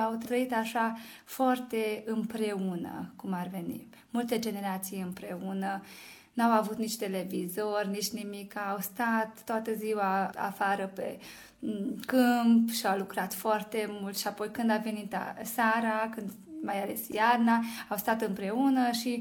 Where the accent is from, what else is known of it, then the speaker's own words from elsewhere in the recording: Micherechi, Békés, Hungary; Eu am copilărit la Micherec, în satul meu natal, în farmacie. Fiindcă noi am stat împreună cu farmacia, așa era casa noastră